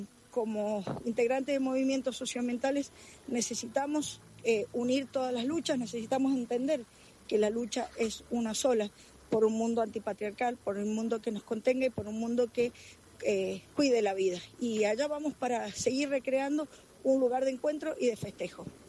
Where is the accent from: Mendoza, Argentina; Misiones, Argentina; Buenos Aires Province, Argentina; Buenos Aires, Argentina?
Mendoza, Argentina; de Mendoza, pertenezco a asambleas socioambientales de acá